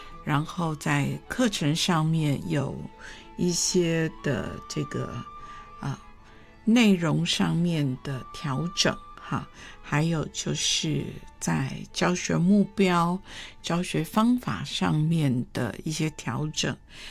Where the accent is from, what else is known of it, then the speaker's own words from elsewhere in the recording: Taiwan; born there; 我是1963年这个出生的，所以我是在70年代开始受教育哈。那么对，那个时候的台湾的这些国民教育哈